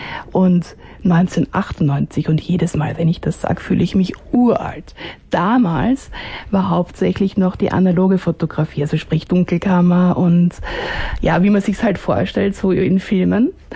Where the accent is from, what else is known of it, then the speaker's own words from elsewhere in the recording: Vienna, Austria; Ich bin aus Wien.